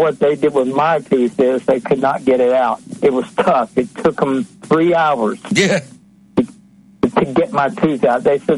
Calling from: Tennessee, United States; from Tennessee.

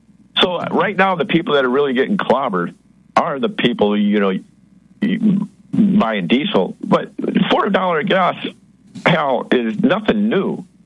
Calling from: Minneapolis, Minnesota, United States

